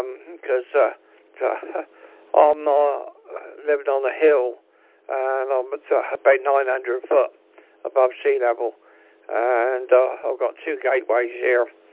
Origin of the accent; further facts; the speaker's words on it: Southampton, South East England, United Kingdom; moved away as an adult; I was brought up in Southampton.